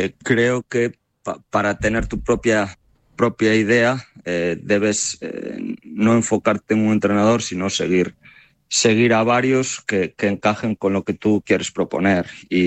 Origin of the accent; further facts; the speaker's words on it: Galicia, Spain; moved away as an adult; now in China; Cuando salí de Galicia, mi idea era, voy a China, estoy allí un mes, 2 meses, si me gusta, pues acabo mi contrato, si no me vengo para mi casa